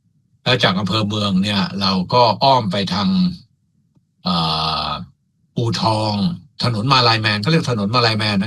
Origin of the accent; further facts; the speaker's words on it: Suphan Buri, Thailand; born there; moved away; also born or lived in Pak Chong, Nakhon Ratchasima; เราเป็นคนบ้านนอกปากช่องแต่ว่าย้อนอดีตสมัยอยู่สุเป็นเด็กสุพรรณเนี่ย